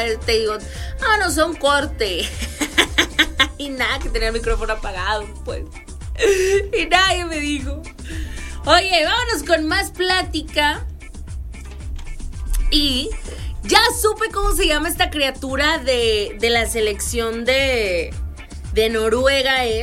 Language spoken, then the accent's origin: Spanish; Mexico